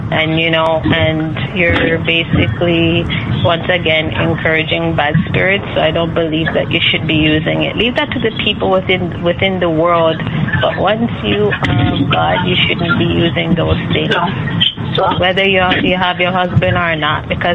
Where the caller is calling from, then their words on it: Canada; We're calling from Canada, and we're always listening to you.